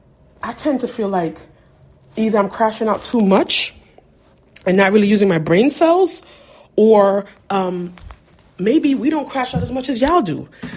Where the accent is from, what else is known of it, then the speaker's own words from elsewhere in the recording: Hudson, New York, United States; I'm from Hudson